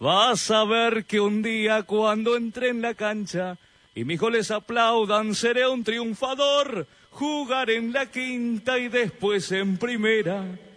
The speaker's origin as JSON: {"language": "Spanish", "region": "Misiones", "country": "Argentina", "said": "Yo soy de Misiones."}